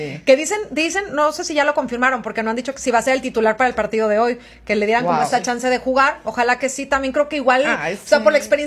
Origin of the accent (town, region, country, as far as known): Mexico